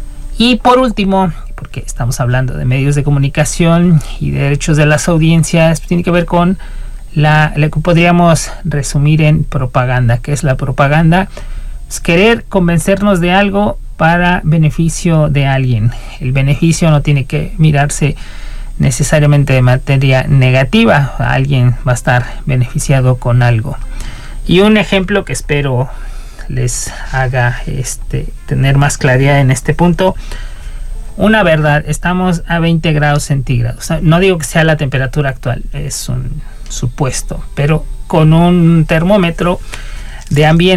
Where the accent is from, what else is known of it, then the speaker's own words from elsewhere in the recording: Seville, Andalusia, Spain; allá en Andalucía, en Sevilla, de donde vengo, 35, 40 grados, tanto que la gente a mediodía de 2, 4 de la tarde no sale, cierra los negocios y demás, ¿no?